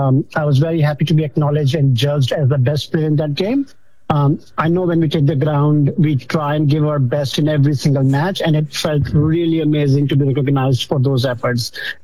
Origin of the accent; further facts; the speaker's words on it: New Delhi, Delhi, India; moved away as an adult; also born or lived in New York, United States; now in Melbourne, Australia; I represented my state back in India, which was Delhi. I was from New Delhi.